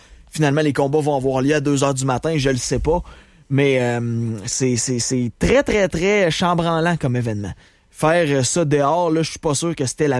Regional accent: Canada; vu qu'on est des Canadiens, ben, nous autres, on se fait mettre dans...

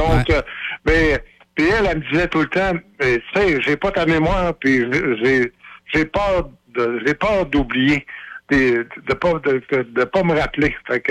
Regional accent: Saint-David-de-Falardeau, Quebec, Canada; Moi, je viens de Falardeau, mais nous autres, on est sur la ligne de Saint-Honoré

